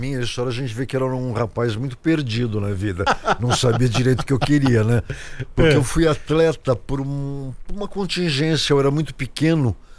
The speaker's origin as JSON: {"language": "Portuguese", "region": "São Paulo", "country": "Brazil", "tie": "born there", "lives_now": "Rio de Janeiro, Brazil", "said": "eu tenho que voltar para São Paulo, morar aqui, para terminar os meus dias na cidade onde eu nasci. Sabe? A volta no círculo, Mas quando eu chego na minha casa no Rio, também eu fico muito feliz."}